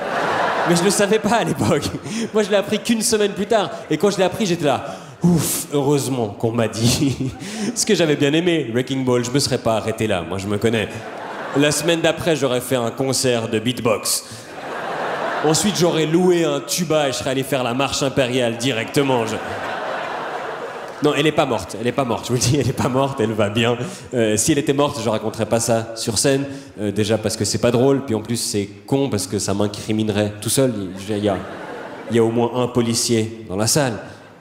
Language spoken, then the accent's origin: French; Switzerland; en tant que bon Suisse empreint de neutralité